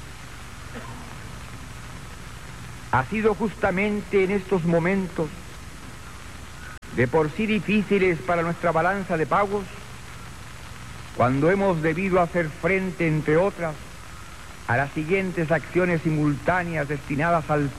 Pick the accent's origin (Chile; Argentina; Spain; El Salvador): Chile